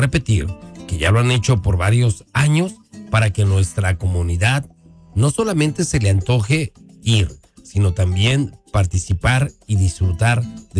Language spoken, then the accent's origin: Spanish; Mexico; porque tú eres orgullosamente cubana, yo soy orgullosamente mexicano